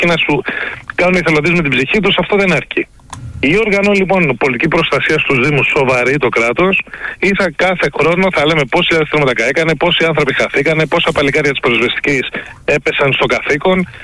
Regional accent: Kefalonia, Ionian Islands, Greece; είναι το νησί μου Κεφαλονιά

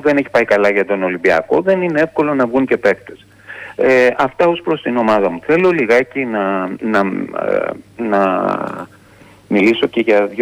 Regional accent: Piraeus, Attica, Greece; Καλησπέρα … από το Πειραιά.

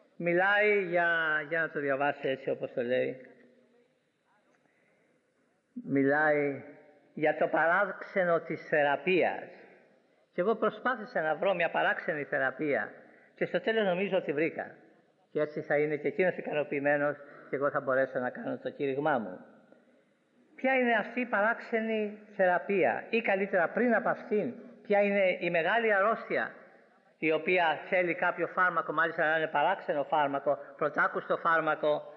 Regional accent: Corfu, Ionian Islands, Greece; το εδάφιο που με έφερε στο Χριστό το Γενάρη του 43 στο νησί μου στη Γέρκυρα

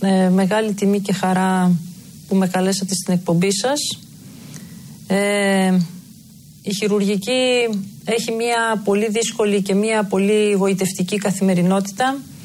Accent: Thessaloniki, Central Macedonia, Greece; also born or lived in Rhodes / Kosovo / Alexandroupoli; Γεννήθηκα στη Θεσσαλονίκη το 1984.

